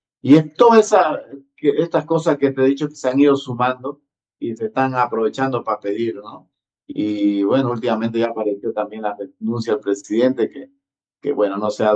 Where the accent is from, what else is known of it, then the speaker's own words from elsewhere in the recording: Bolivia; nosotros aquí en Bolivia